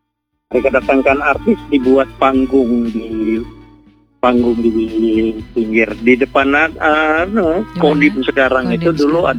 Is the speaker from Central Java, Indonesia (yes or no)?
no; Merauke, South Papua, Indonesia; Oh iya, saya orang Merauke, lahir di Merauke.